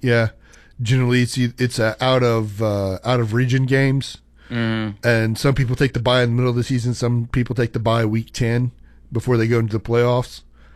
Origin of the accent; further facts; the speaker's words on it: Vestavia Hills, Alabama, United States; also born or lived in Walker County, Alabama; we grew up in Vestavia.